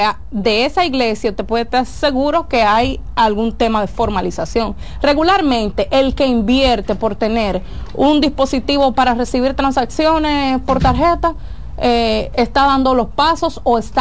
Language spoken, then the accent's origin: Spanish; San Cristóbal, Dominican Republic; moved away; yo vengo de San Cristóbal